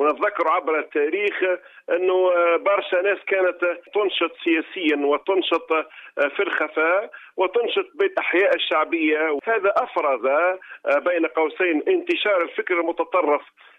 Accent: Tunisia; كتونسيين جميعا

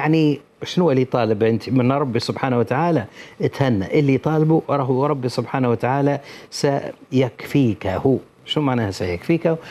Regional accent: Tunisia; accent: Tunisian; كما نقولوا احنا باللهجة التونسية

